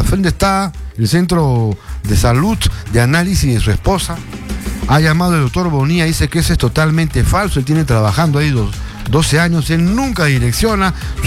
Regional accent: Peru; Así somos los peruanos

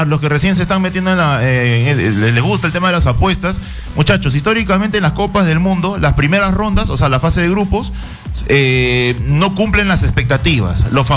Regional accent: Uruguay; Le voy a responder como uruguayo.

